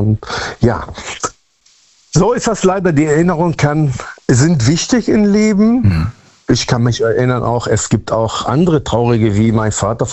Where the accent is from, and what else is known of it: Münster, North Rhine-Westphalia, Germany